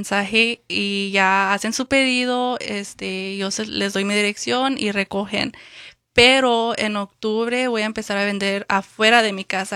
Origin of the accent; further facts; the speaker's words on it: Mexico; now in Phoenix, United States; obviamente soy mexicana.